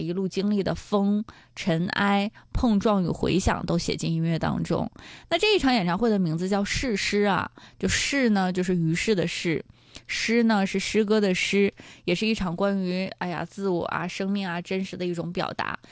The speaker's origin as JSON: {"language": "Chinese", "region": "Northeast China", "country": "China", "said": "用咱们东北话来说"}